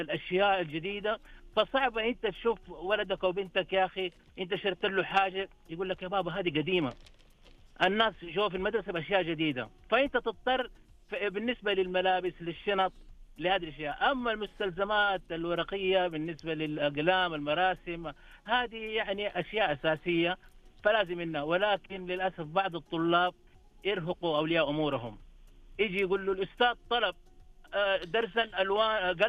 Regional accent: Mecca, Makkah Province, Saudi Arabia

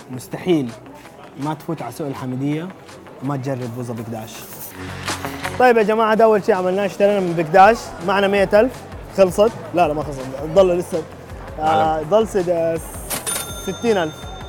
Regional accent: Sudan; أول شيء استوعب إن إحنا في سوريا وأنا من السودان.

